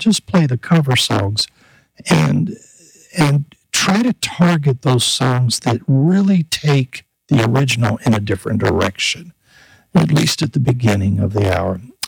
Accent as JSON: {"language": "English", "region": "Florida", "country": "United States", "tie": "born there", "said": "they sing a lot about Florida and the swamplands and the changing landscape down there, which again attracts me personally to the band, that being my home state"}